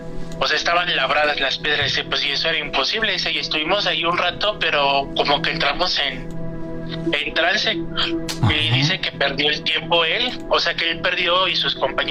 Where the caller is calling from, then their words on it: Mexico City, Mexico; De aquí de la Ciudad de México y de la Gustavo Madero.